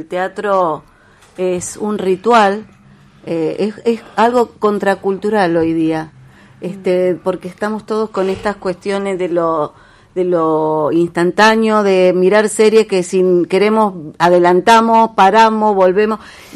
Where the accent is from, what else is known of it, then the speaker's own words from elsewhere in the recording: Santa Fe, Argentina; como santafesinos y santafesinas.